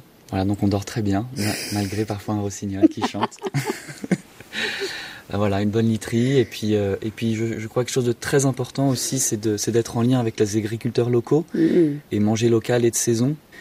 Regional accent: Paris, Île-de-France, France; parce qu'à la base je viens de Paris.

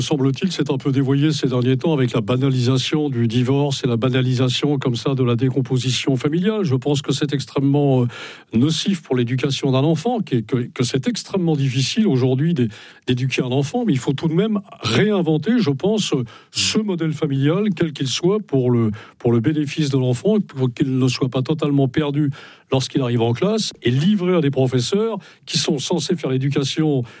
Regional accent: Brittany, France

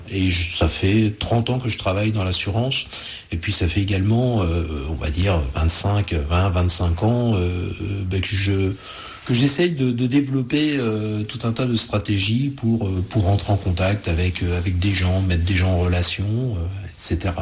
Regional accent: Nevers, Bourgogne-Franche-Comté, France; also born or lived in Normandy / Paris; Alors, donc moi je suis originaire de Bourgogne, de Nevers.

